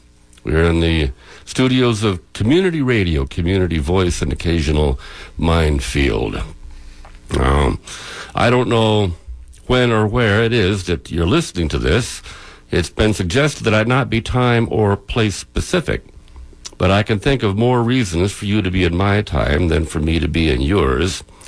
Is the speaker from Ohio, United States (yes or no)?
yes; Cleveland, Ohio, United States; born there; moved away; now I come from Cleveland. Mm-hmm. We left in 1947